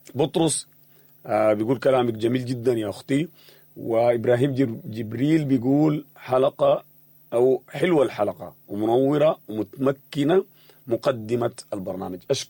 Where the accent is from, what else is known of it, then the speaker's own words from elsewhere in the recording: Sudan; إحنا كمان كسودانيين